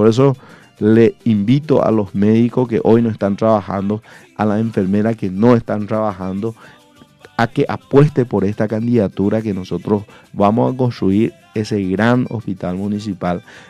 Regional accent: Paraguay; nosotros estamos orgullosos de ser paraguayo

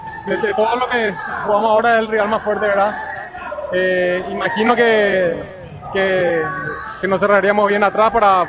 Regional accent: Asunción, Paraguay; vengo de Asunción con mi hijo y con mi papá

